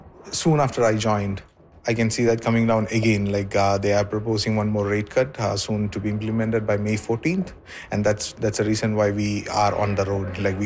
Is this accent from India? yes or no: yes; India; moved away as an adult; now in Saskatoon, Canada; I'm from India. I've been here for the last 2 years